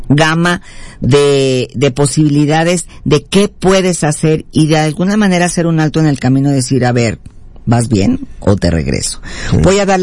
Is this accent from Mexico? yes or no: yes; Mexico; Porque como yo soy católica, pero como ciudadana mexicana, sí, no nada más como católica, ¿cuál es mi desafío para sumar a esto?